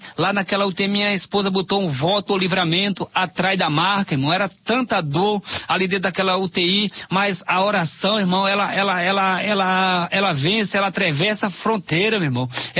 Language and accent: Portuguese; Timbaúba, Pernambuco, Brazil; né? Eu vim do estado de Pernambuco, de Timbaúba, Pernambuco, interior de Recife, né, irmão?